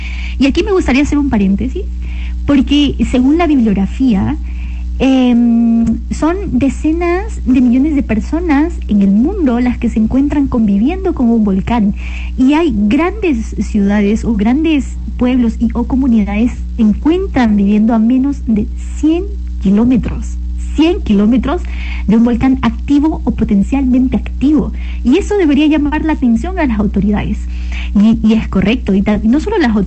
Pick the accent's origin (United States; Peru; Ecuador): Ecuador